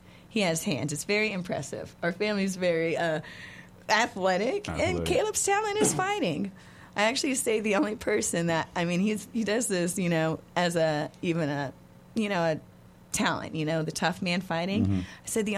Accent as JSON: {"language": "English", "region": "West Virginia", "country": "United States", "said": "We're from West Virginia, right. And that's kind of what we do up in West Virginia."}